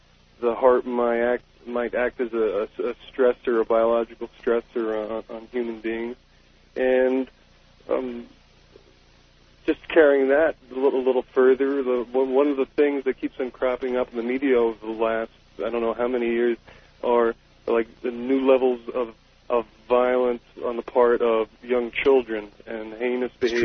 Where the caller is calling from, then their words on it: Ashland, Oregon, United States; in Ashland, Oregon.